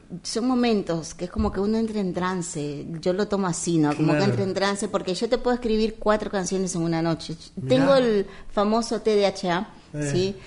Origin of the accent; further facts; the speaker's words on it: Peru; Y la salsa porque soy peruana.